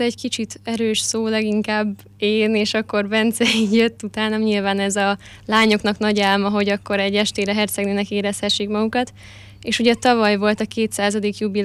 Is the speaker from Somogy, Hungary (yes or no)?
no; Tolna, Hungary; also born or lived in Bonyhád / Szekszárd; now in Pécs, Hungary; Most azért Bonyhádot mondtam, mert az utóbbi időben oda köthető a legtöbb dolog. De Szekszárdi is vagyok, a szüleim még korábban elváltak, és akkor így heti váltásban éltem mindkét helyen.